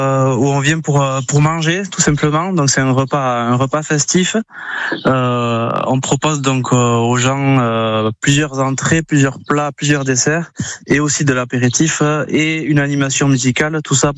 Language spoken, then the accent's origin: French; Bardos, Nouvelle-Aquitaine, France; Nous, on est de Bardos même, donc on est très contents.